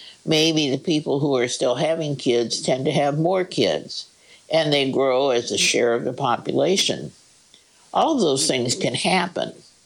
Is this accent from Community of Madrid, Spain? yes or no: yes; Madrid, Community of Madrid, Spain; I'm originally from Madrid in Spain. A lot of the residential neighborhoods in Madrid are ugly.